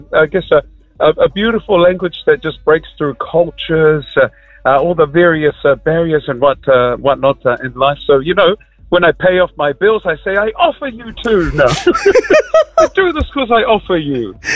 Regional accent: Tonga; first language Tongan; English is a second language; our music is a vital strand of our Tongan culture. So I'll say that in my native tongue

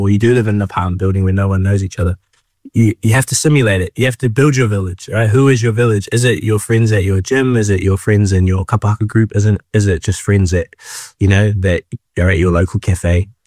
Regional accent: Northland, New Zealand; moved away; the amazing life my parents gave me growing up in the North

